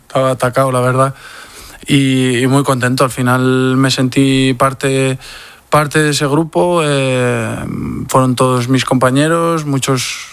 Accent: Spain; Porque soy español y quiero que gane un español

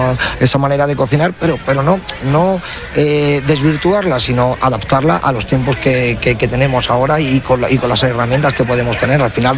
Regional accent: Mocejón, Castilla-La Mancha, Spain; also born or lived in Toledo; soy de Mocejón, bueno pues me he criado aquí, entre los pueblos de Toledo y Toledo, y es una ciudad pues que siento y que quiero

